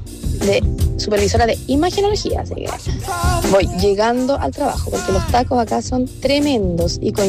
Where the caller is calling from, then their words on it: Puerto Montt, Los Lagos, Chile; Vivo en Puerto Montt